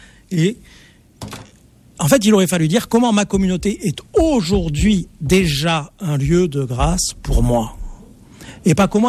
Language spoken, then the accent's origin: French; Marseille, Provence-Alpes-Côte d'Azur, France; Je suis de Marseille, alors c'est mes références.